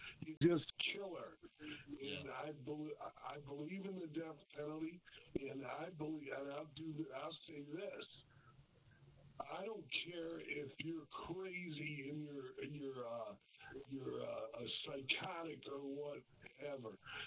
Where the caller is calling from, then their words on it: Detroit, Michigan, United States; I'm from Detroit.